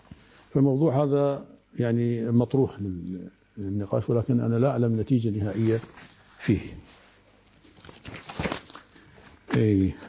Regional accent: Iraq; وانط ينطي انا في العامية عندنا في العراق موجودة

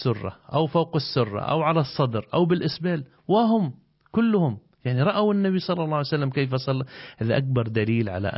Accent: Lebanon; نحن في لبنان بالمجمل الاعتماد على المذهب الحنفي والمذهب الشافعي

